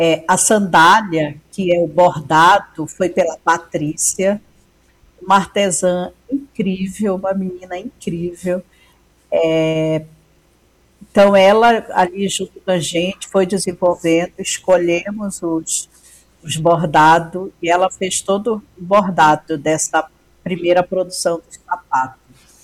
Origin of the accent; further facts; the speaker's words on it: Cachoeira do Arari, Pará, Brazil; born there; now in São Paulo, Brazil; eu sou marajoara, né, de Cachoeira do Arari, e tenho um projeto que eu fundei, moro em São Paulo, né, há 15 anos